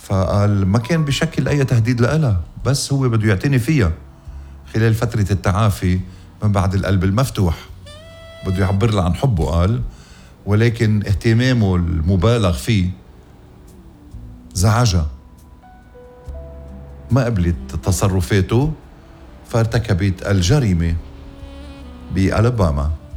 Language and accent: Arabic; Ghazir, Keserwan-Jbeil, Lebanon; أنا بضلني أقول ضيعتي غزير، ضيعتي مطرح ما ولدت الحدد ومسقط رأسي غزير